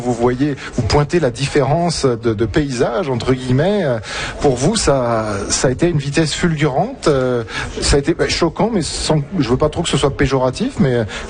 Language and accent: French; France; now in Edmonton, Canada; Moi, je suis français, on a une vision immobilière bien différente du Canada puisqu'on est un tout petit pays très condensé.